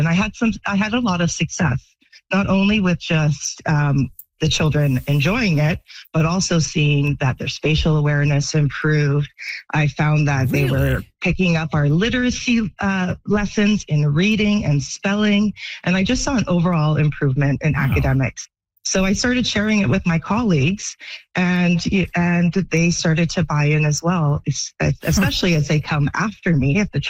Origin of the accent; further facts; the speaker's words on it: British Columbia, Canada; I grew up in just outside Vancouver.